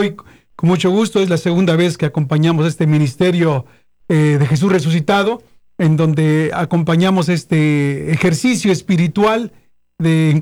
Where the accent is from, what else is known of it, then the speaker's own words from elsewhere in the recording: Naucalpan, State of Mexico, Mexico; Yo vengo de la zona metropolitana de la Ciudad de México, de Naucalpan, Estado de México.